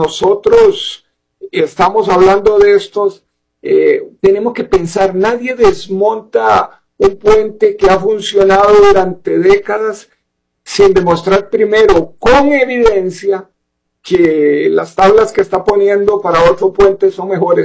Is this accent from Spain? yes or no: no; Costa Rica